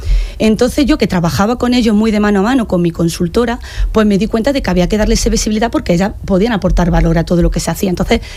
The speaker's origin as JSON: {"language": "Spanish", "town": "Martos", "region": "Andalusia", "country": "Spain", "said": "a mí me tiraba a mi tierra"}